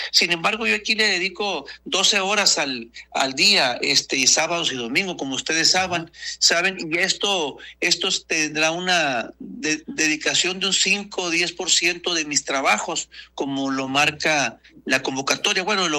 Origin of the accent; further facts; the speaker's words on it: Naco, Sonora, Mexico; born there; also born or lived in Agua Prieta, Sonora; now in Nogales, Mexico; Aquí en Nogales yo me formé profesionalmente, aquí estudié en el Tecnológico. En Naco nací, en Agua Prieta hice mi prepa, en Cananea fui deportista, en Imuris fui una persona que trabajaba ahí